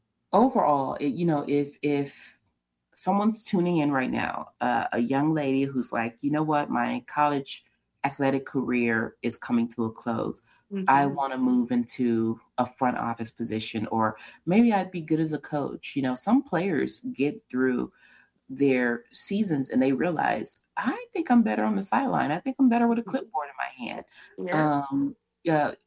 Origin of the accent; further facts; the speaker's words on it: Memphis, Tennessee, United States; now in Columbia, United States; when I was growing up in Memphis